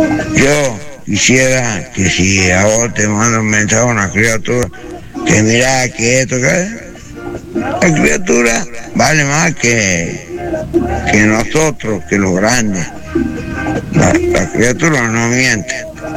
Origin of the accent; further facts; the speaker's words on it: Catamarca, Argentina; Hola, buenas noches. Soy de Catamarca.